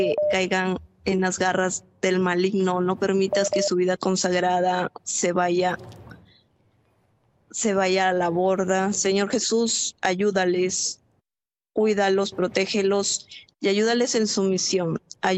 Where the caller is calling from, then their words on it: Piura, Peru; Hablo desde Piura, Perú.